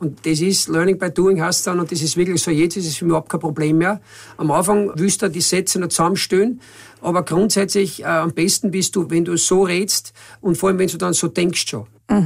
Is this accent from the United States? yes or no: no; Burgenland, Austria; Ich war immer stolz. Also ein stolzer Österreicher, in Österreich ein stolzer Burgenländer. Jeder hat gewusst, dass ich ein Österreicher bin und kein Australier, wie manche glaubt haben in Spanien.